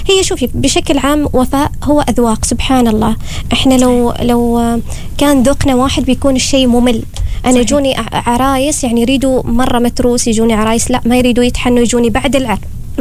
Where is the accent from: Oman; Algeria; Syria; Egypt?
Oman; خصوصا عندنا في عمان. يعني في عمان عندنا الحنة مرغوب بدرجة كبيرة